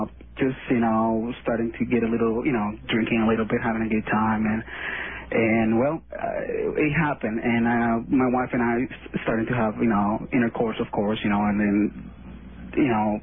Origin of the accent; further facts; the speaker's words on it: Venezuela; now in United States; Venezuela.